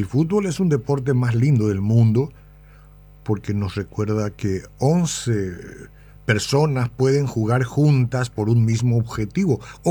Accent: Paraguay; como nos tocó a nosotros como paraguayos participar

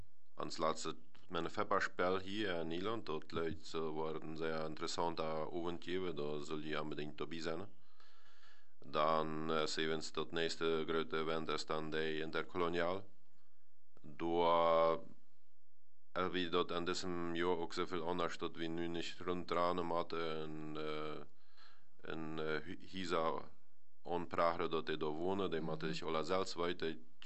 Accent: Netherlands; wir als Niederländer

